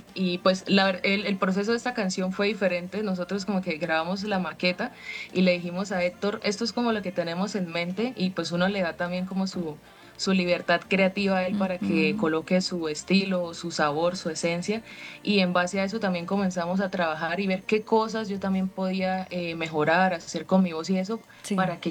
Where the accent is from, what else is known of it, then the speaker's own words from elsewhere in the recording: Sincelejo, Sucre, Colombia; born there; now in Bucaramanga, Colombia; Soy del Caribe colombiano, pero estoy en Bucaramanga. Llevo ya aquí bastantes añitos.